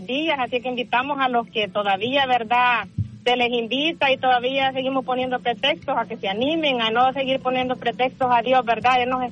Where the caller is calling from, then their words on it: Silver Spring, Maryland, United States; En Silver Spring, Calverton.